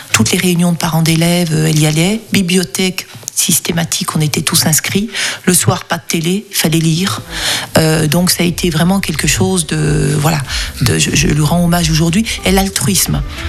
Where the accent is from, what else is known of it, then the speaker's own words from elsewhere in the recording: Saint-Claude, Bourgogne-Franche-Comté, France; born there; à Saint-Claude, de ville où je suis née, dans le Haut-Jura